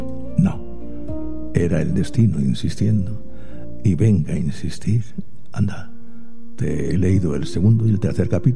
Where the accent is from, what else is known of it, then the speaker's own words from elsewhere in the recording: Murcia, Region of Murcia, Spain; born there; nací en Murcia capital